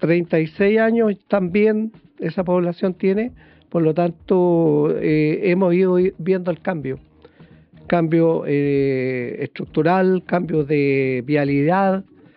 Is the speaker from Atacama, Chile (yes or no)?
yes; Potrerillos, Atacama, Chile; born there; also born or lived in La Serena; now in Vicuña, Chile; Mire, nací en Potrerillos.